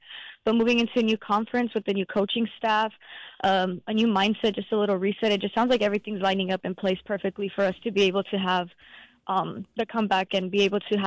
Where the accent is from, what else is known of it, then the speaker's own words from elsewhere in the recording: Texas, United States; of course, I'm from Texas, so growing up in the recruiting process, of course, I reached out to Baylor